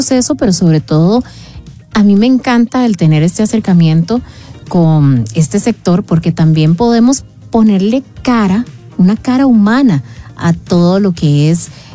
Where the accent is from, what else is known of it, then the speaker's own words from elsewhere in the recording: San Gabriel, San José, Costa Rica; Él es de mi tierra, él es de Acosta, yo soy de San Gabriel de Acerrí